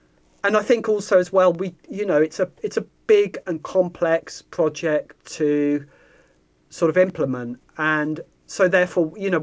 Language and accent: English; Southampton, South East England, United Kingdom; going into the New Forest, because I come from Southampton